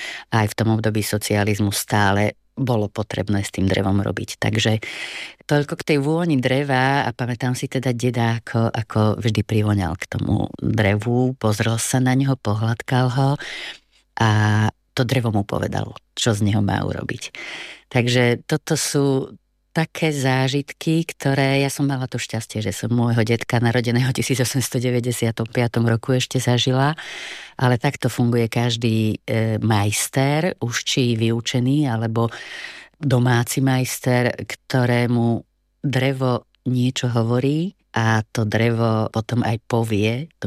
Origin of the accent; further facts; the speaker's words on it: Pozdišovce, Košice Region, Slovakia; môj starý otec, dedo, pochádzam z Pozdyšoviec, bol práve kolesár.